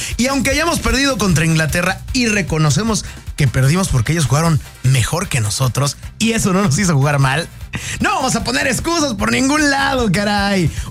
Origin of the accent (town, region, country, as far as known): Mexico